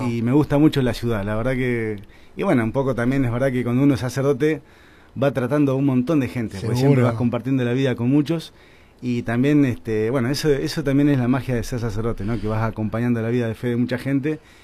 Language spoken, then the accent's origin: Spanish; Bolívar, Buenos Aires Province, Argentina; moved away as an adult; now in Azul, Argentina; yo hasta los 17 años viví en Bolívar